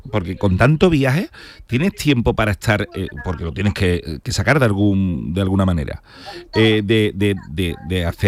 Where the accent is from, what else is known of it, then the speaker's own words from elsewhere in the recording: Lebrija, Andalusia, Spain; las primeras canchas no las tuvieron en Lebrija, bueno, en mi pueblo, sino en El Cuervo, en un pueblecito cercano que somos vecinos